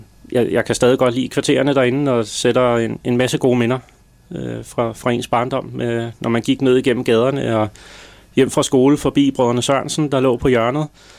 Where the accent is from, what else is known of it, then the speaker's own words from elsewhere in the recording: Copenhagen, Capital Region of Denmark, Denmark; Jeg er født inde på Sundholm. Dengang det var der barselsafdeling derinde. Og så i min børnedag, der er jeg opvokset inde på Islands Brygge i Egilsgade. Nede ved Toft vinhandel ovenover der.